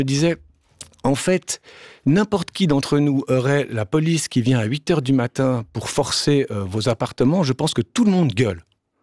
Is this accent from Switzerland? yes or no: yes; Switzerland; now in France; Je ne vote pas en France parce que je suis suisse